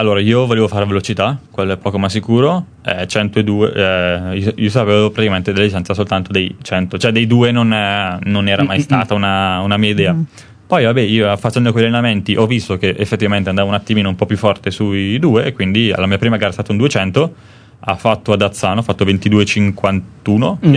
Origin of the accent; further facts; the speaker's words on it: Brembate di Sopra, Lombardy, Italy; È una squadra del mio paese, prima l'Almenno San Bartolomeo, che abita a 500 metri dal mio paese, che abita a Brembate Sopra